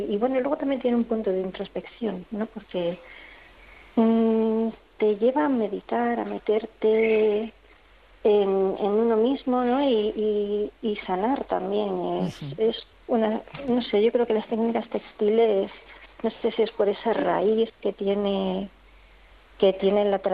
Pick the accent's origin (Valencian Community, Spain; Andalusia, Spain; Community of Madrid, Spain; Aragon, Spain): Community of Madrid, Spain; Madrid; born there; now in Cáceres, Spain; Yo nací en Madrid, pero mi familia materna es de aquí de Cáceres, de Extremadura, vamos a un pueblito de Peraleda de la Mata.